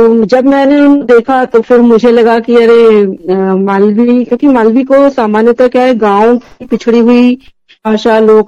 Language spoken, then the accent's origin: Hindi; Agar Malwa, Madhya Pradesh, India; born there; मेरा जन्म आगर मालवा में हुआ